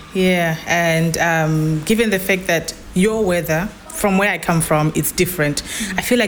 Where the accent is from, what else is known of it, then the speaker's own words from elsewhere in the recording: Zimbabwe; now in United Kingdom; where I come from, it is hot, but when you sit in a shade, there's breeze still coming in. I'm from Zimbabwe.